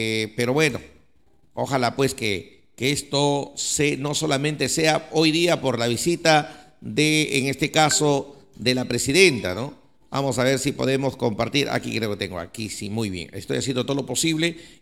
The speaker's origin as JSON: {"language": "Spanish", "country": "Peru", "said": "nosotros somos los peruanos así"}